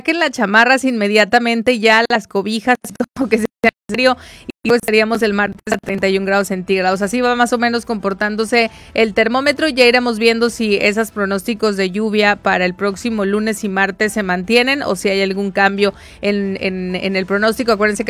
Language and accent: Spanish; Mexicali, Baja California, Mexico; a todos los que somos de Mexicali